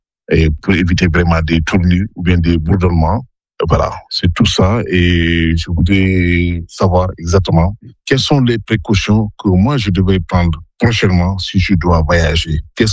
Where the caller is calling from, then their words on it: Saint-Louis, Senegal; Je vous appelle de Saint-Louis, du Sénégal. J'ai 60 ans.